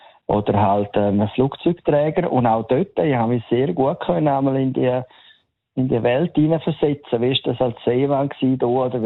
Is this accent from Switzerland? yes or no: yes; Vättis, St. Gallen, Switzerland; ich bin in der Minz aufgewachsen und Bürger von Fettis, und dann ist das Drachenloch in der Nähe